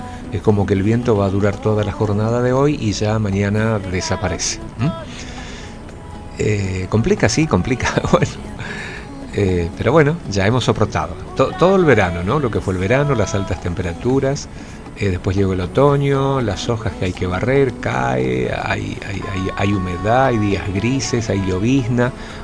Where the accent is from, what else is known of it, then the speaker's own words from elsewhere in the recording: Argentina; somos todos argentinos